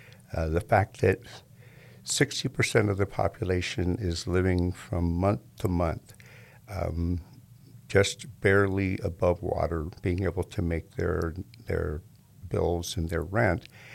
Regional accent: United States; for me as an American citizen

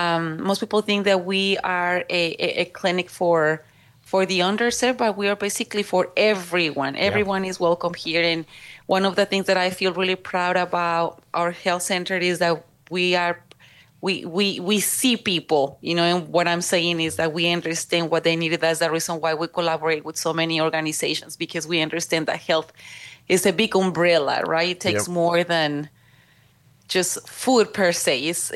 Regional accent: Mexico; moved away; I am originally from Mexico

